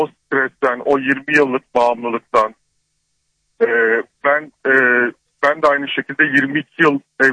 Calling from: Istanbul, Turkey; ben İstanbul'dan arıyorum.

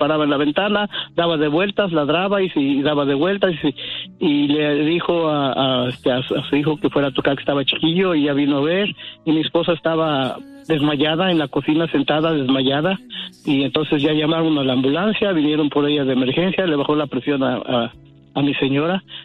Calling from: Stanton, California, United States

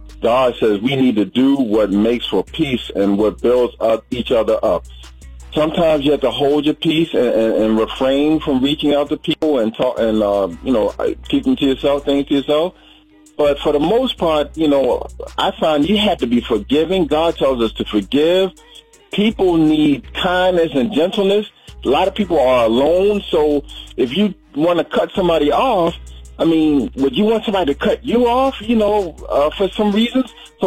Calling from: Maryland, United States; I'm calling from Maryland.

